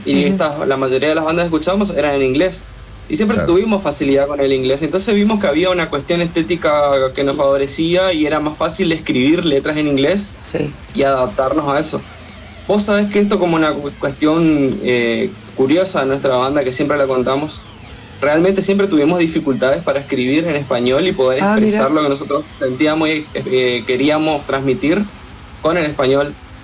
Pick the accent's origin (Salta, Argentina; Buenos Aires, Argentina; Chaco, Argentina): Chaco, Argentina; Resistencia; Nosotros somos de Resistencia Chaco. Somos toda una banda de capital nomás.